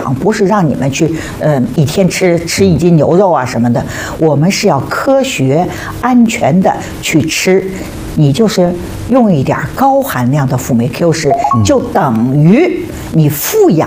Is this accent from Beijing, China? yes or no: no; Shanghai, China; 色彩搭配好了，这个菜的我们上海人叫啥马香它才好